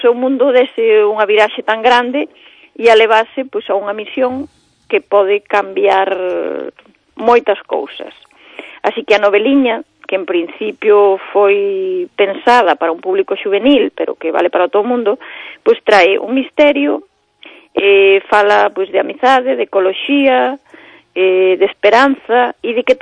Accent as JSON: {"language": "Galician", "town": "Santiago de Compostela", "region": "Galicia", "country": "Spain", "said": "Vale, pero somos de Santiago, non do Camiño."}